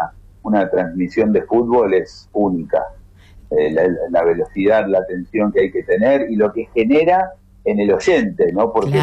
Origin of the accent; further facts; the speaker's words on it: Argentina; somos Argentina